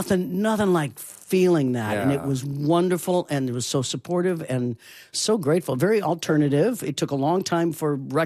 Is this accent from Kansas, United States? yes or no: yes; Kansas, United States; moved away; also born or lived in Boston / Los Angeles; I grew up in Kansas and it was all kinds of music in Kansas.